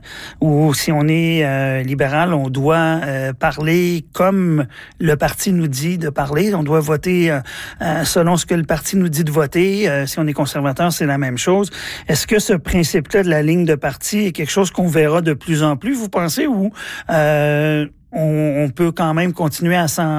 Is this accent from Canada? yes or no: yes; Alberta, Canada; chez nous en Alberta